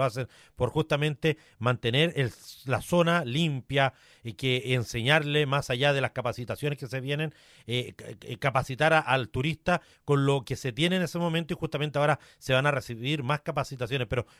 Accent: Araucanía, Chile; yo soy sureño y en el sur se estilaba mucho para el lado de Curacautín, Villarrica, para toda la zona de la Araucanía, de donde soy oriundo

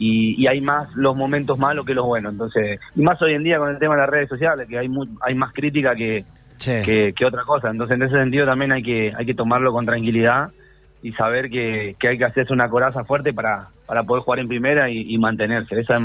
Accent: Argentina; moved away; yo en Argentina, bueno, hice inferior en River, en Estudiantes, y bueno, y soy hincha de River.

